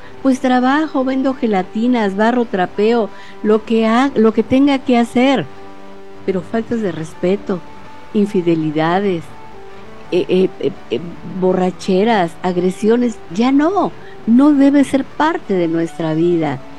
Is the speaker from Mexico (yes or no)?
yes; Mexico